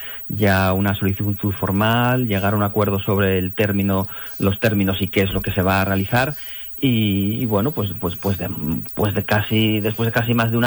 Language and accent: Spanish; Asturias, Spain; es cierto que como asturiano, pues evidentemente es algo de lo que nos deberíamos sentir orgullosos